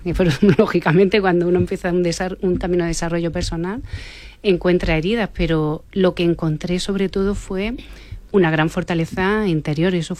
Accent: Almería, Andalusia, Spain; vengo de Almería, de un pueblo pequeño.

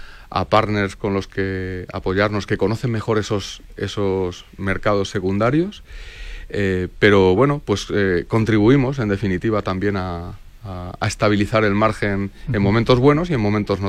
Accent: Puertollano, Castilla-La Mancha, Spain; Sines en Portugal y Puerto Llano, que creo que es el que me he dejado, que es de donde yo vengo

